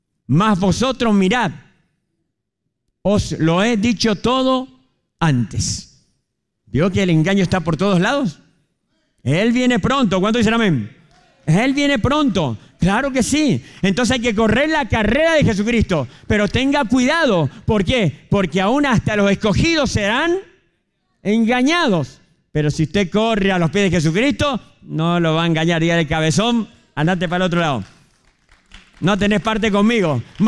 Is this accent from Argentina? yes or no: yes; Argentina; Todos somos argentinos.